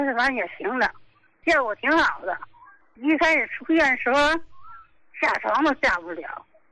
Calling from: Qinhuangdao, Hebei, China; 我是秦皇岛的，我今年68了。

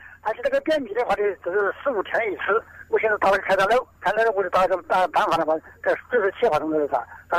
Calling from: Yunmeng, Hubei, China; 我是云梦人。

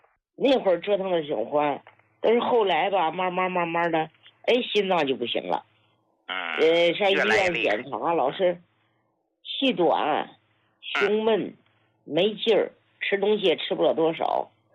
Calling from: Hebei, China; 我是河北的。哎，我今年79了

